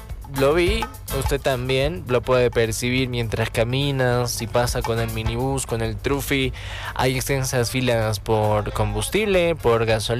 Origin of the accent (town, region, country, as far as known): Bolivia